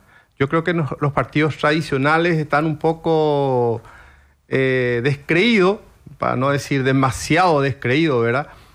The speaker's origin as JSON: {"language": "Spanish", "region": "Asunción", "country": "Paraguay", "said": "Es denigrante decir soy asunceno"}